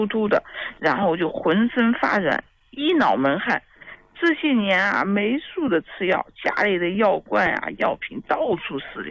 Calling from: Nanjing, Jiangsu, China; 李老师，我是南京的。

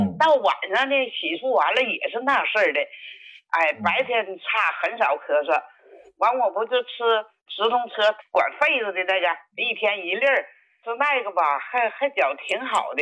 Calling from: Shenyang, Liaoning, China; 我是沈阳的。我今年90岁。

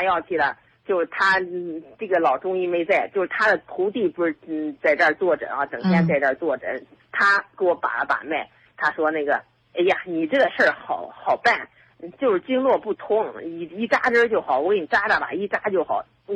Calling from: Shijiazhuang, Hebei, China; 我是石家庄的

